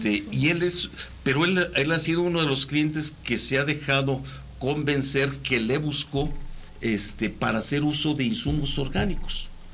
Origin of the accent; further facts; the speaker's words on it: Los Reyes, Michoacán, Mexico; also born or lived in Guadalajara; yo realmente nací en Guadalajara, pero yo soy de los Reyes, Michoacán.